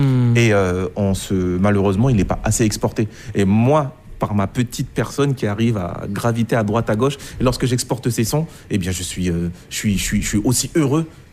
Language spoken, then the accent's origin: French; New Caledonia; born there; malgré que moi, mes parents soient d'origine martiniquaise, moi, je suis né en Nouvelle-Calédonie et je suis un guerrier. J'estime être aussi un guerrier du Pacifique.